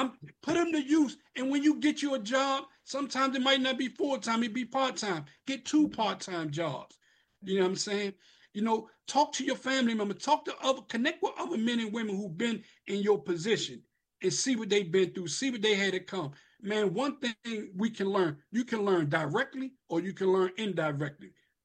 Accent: Washington, District of Columbia, United States; I grew up in Eastgate on Benner Road, you know, 5017 Drake Place.

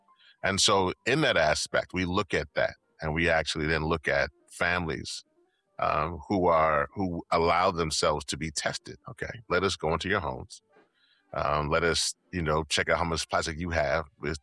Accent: Louisiana, United States; Particularly, I mentioned before, I'm from Louisiana.

